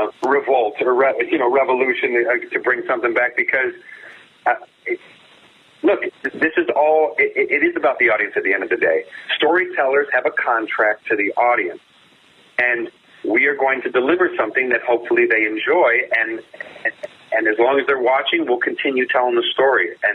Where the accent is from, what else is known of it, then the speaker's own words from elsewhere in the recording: Cleveland, Ohio, United States; I'm from Cleveland, and you can ask Kelce brothers how hard it is to go against your own town.